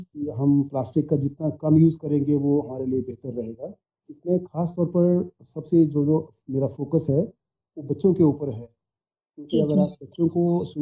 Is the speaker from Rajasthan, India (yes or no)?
no; Sudher, Himachal Pradesh, India; मेरा गांव सुधेड़, ग्राम पंचायत सुधेड़